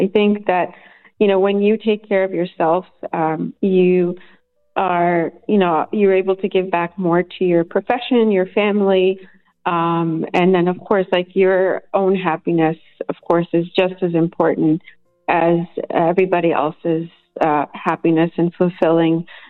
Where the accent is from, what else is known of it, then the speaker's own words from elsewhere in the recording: Canada; now in United States; I moved from New Jersey about 2 years ago down here to the Prosper area.